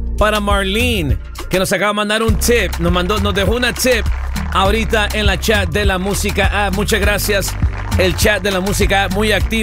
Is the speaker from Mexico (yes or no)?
yes; Mexico; Los mexicanos también necesitamos que llamen.